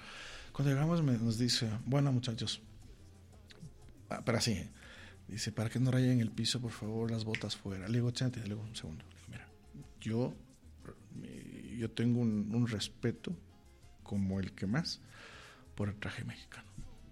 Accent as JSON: {"language": "Spanish", "town": "Quito", "region": "Pichincha", "country": "Ecuador", "said": "Y yo también soy ecuatoriano. Me dice, tú ecuatoriano. Le digo así, ¿de qué parte? Le digo, yo soy de Quito."}